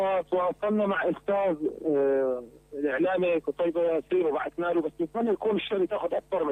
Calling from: Homs, Homs Governorate, Syria; من مدينه حمص.

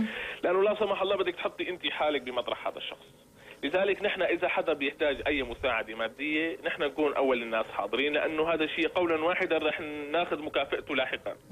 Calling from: Syria; نحن يمكن كسوريين

